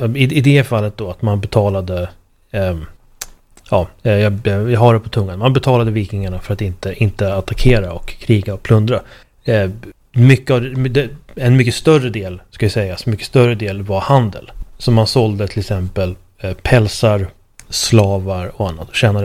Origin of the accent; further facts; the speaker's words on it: Sweden; för jag är svensk